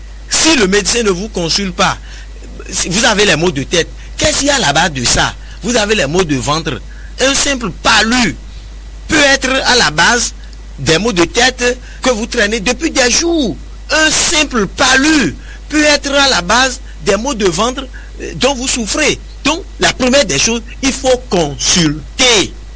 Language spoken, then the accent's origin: French; Benin; now in Togo; Je suis béninois.